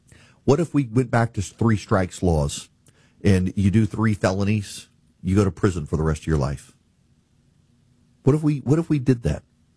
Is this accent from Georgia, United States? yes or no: yes; Georgia, United States; reopened Central State Hospital in Georgia, the mental hospital in your state, the mental hospital in my hometown